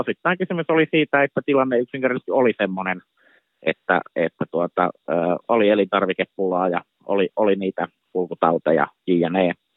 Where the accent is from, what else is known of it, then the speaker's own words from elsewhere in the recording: Tavastia, Finland; moved away; meikäläisenkin lapsuudessani esimerkiksi, kun tuolla Hämeessä asuin